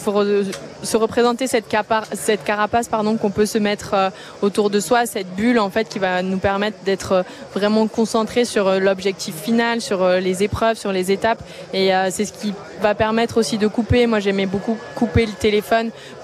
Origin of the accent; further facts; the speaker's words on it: Occitanie, France; C'est l'Ariège, là où j'ai grandi, là où j'ai fait mes premières pistes aussi au Mont d'Olm. Donc on peut dire que je suis la locale de l'étape aujourd'hui